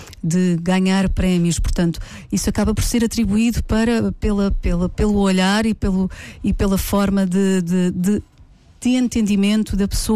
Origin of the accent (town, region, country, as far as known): Setúbal, Portugal; born there; moved away